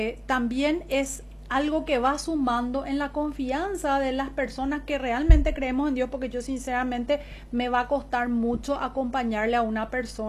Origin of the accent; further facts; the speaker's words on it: Paraguay; desde nuestra historia, desde lo que somos, de nuestra identidad como paraguayos.